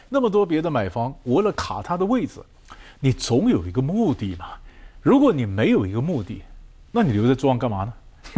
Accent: China; 那我们中国人就是话讲得清楚就没意思了

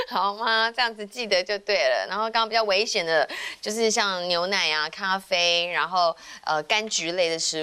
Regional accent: Taiwan; 我觉得我们台湾人其实很爱的

